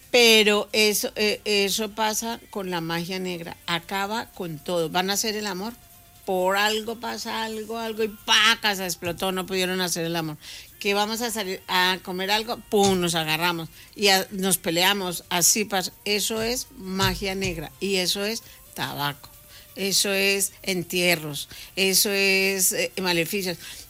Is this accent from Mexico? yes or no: no; Bogotá, Bogotá Capital District, Colombia; now in Spain; Yo no soy paisa. Las paisas son las que hablan. Yo soy colombiana, rola.